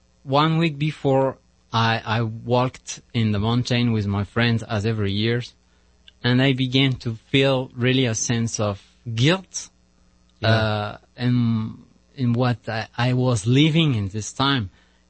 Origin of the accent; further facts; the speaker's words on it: France; English is a second language; So I'm a French friar.